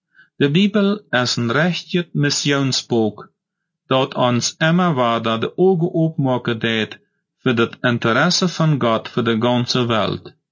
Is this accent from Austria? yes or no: no; Paraguay; was in meiner Heimat in Paraguay oder in Deutschland für sich geht